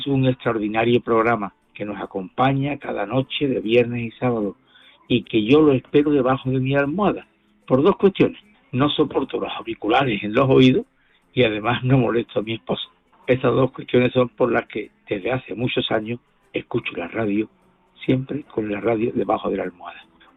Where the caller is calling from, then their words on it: Seville, Andalusia, Spain; de Sevilla, el de la radio debajo de la almohada.